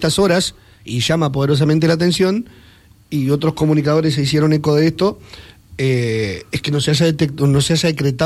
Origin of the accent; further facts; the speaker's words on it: Basque Country, Spain; Bueno, yo soy vasco, ¿no?